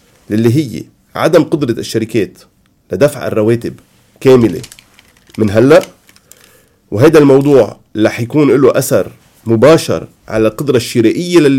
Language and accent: Arabic; Lebanon; انا اليوم كسروان كتر خير الله ما انا مضروبه، انا لبناني،